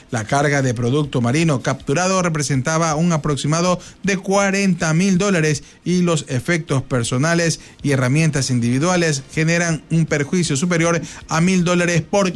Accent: Ecuador

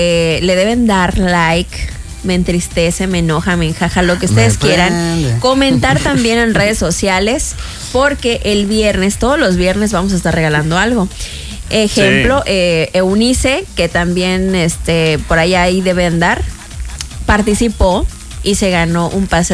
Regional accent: Mexico; porque soy mexicana

